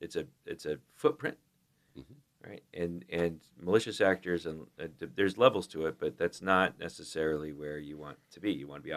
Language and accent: English; United States; accent: American; Thank you for tolerating my American accent.